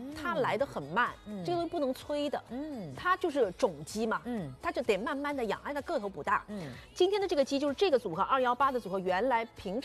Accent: Jiangxi, China; 因为我们江西人是爱吃乌鸡的

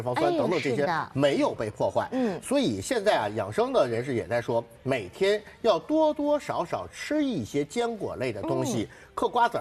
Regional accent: Beijing, China; 我是北京人，北方人

